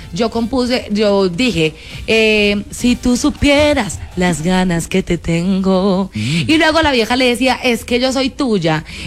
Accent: Colombia; A ver, yo amo Colombia, yo soy colombiana.

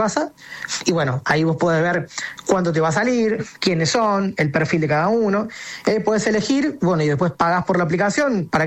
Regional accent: Argentina; somos gente del interior

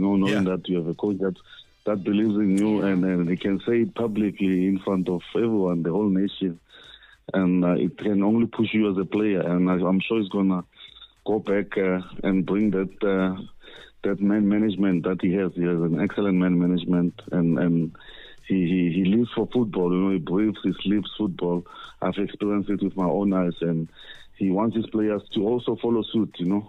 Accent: South Africa; as a South African, because, you know, back home here

